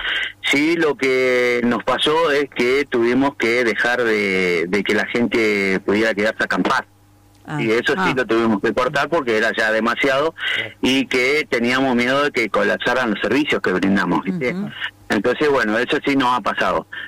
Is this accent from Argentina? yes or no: yes; Ingeniero Huergo, Río Negro, Argentina; yo estoy nacido y criado acá en Huergo